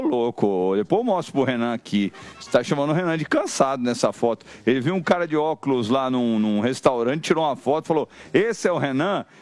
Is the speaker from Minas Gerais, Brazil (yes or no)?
no; Araraquara, São Paulo, Brazil; Sou de Araraquara, interior de São Paulo.